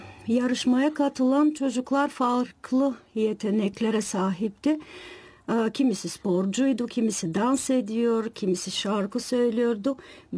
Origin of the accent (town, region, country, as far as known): Omurtak, Targovishte Province, Bulgaria; born or raised there; moved away